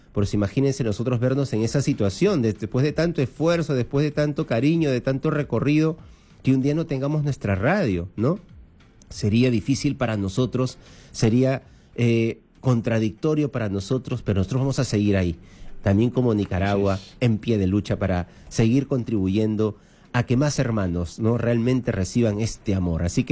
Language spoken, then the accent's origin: Spanish; Callao, Peru; yo soy del Callao, de años